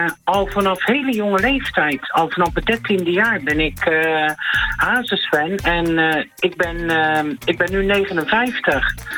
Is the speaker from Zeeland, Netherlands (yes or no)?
no; Rotterdam, South Holland, Netherlands; want ik ben een Rotterdamse.